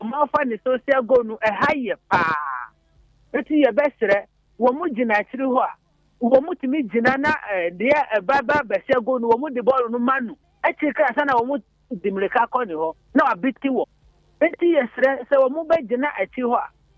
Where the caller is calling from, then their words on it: Volta, Ghana; I'm from Vota Region.